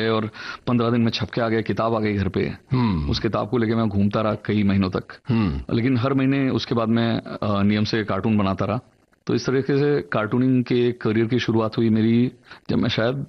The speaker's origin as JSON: {"language": "Hindi", "town": "Bhilai", "region": "Chhattisgarh", "country": "India", "said": "एक दशमेश लाइब्रेरी करके हमारे शहर में लाइब्रेरी हुआ करती थी भिलाई में, गोल मार्केट में, बहुत बड़ी लाइब्रेरी थी।"}